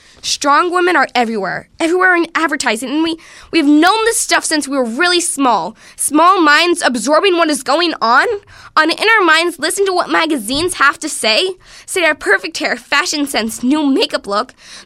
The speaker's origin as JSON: {"language": "English", "town": "Greenfield", "country": "United States", "said": "I'm from Greenfield."}